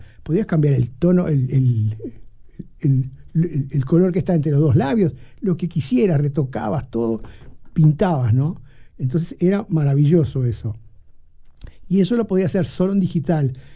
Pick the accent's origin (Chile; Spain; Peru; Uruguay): Uruguay; yo que soy de clase media alta uruguaya